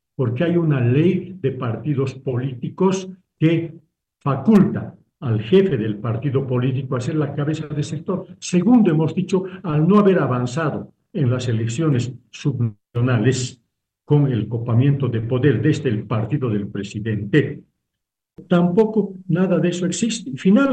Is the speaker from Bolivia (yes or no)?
yes; Bolivia; somos parte de Bolivia